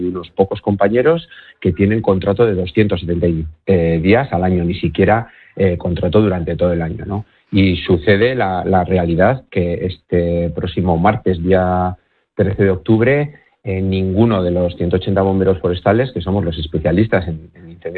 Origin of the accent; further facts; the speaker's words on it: Navarre, Spain; una comunidad como Navarra, que somos pioneros en otro montón de cosas